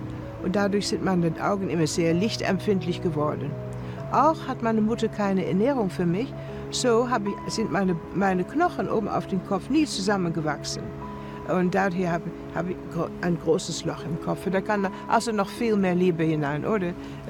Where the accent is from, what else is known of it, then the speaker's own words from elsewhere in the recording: Netherlands; born there; German is a second language; Ich bin geboren in Holland. Ich bin ein Holocaust-Überlebende.